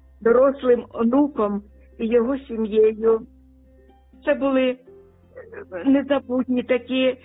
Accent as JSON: {"language": "Ukrainian", "town": "Sumy", "region": "Sumy Oblast", "country": "Ukraine", "tie": "born or raised there", "moved": "as an adult", "lives_now": "Denmark", "said": "яка погода там у моєму рідному місті Суми."}